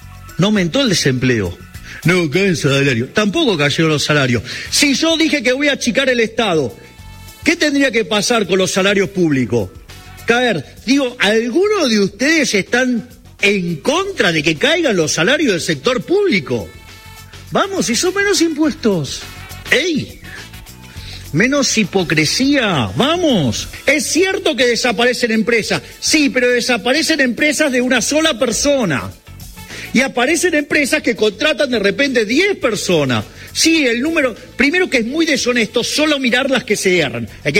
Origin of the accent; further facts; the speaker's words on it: Argentina; Si como argentinos admiramos tanto a Borges, ¿por qué no tratamos de pensar como Borges